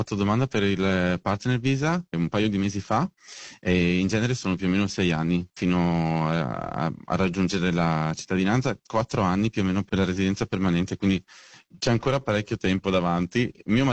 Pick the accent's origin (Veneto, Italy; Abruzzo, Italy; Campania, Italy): Veneto, Italy; Vicenza; born there; moved away as an adult; also born or lived in Gorizia / Trieste / Brazil / Greece; Io sono nato a Vicenza un po' di anni fa, sono nato a Vicenza e poi da lì mi sono trasferito a Gorizia e Trieste per studio e per lavoro, quindi ho abitato al confine per 8 anni più o meno.